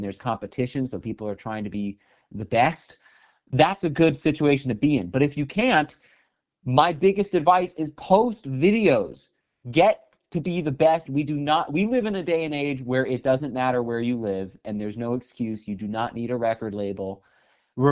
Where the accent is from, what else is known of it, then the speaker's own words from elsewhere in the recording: Los Angeles, California, United States; So I had the good luck of growing up in California, in Los Angeles. So this happens to be a place where there's musicians all over the place.